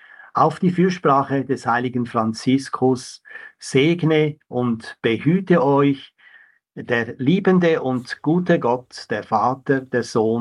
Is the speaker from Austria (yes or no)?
no; Switzerland; Ich denke zum Beispiel meine Heimat Schweiz, da haben die Kapuziner eine ganz wichtige Rolle gespielt.